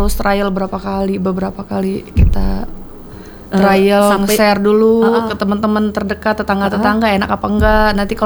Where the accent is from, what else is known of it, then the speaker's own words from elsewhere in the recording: Lampung, Indonesia; moved away as an adult; now in Palembang, Indonesia; ke Lampung, ke kota asal aku